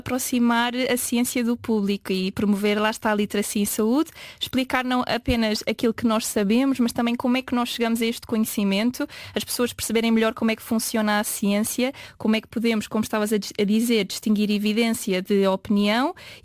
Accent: Lisbon, Portugal; moved away as an adult; also born or lived in Netherlands; now in Faro, Portugal; eu tenho 29 anos, sou de Lisboa, mas agora vivo em Faro.

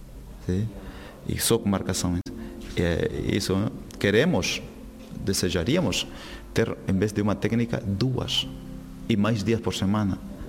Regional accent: southern Mexico, Mexico; Portuguese is a second language; moved away as an adult; now in Portugal; Eu sou mexicano

